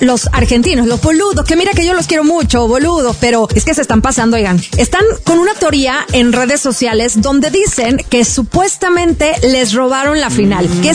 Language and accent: Spanish; Mexico; Pregúntenme a mí, si soy mexicana